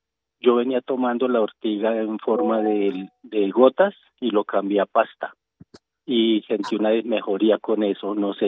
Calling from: Bogotá, Colombia; de Bogotá.

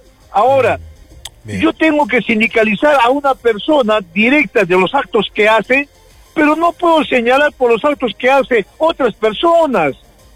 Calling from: Peru

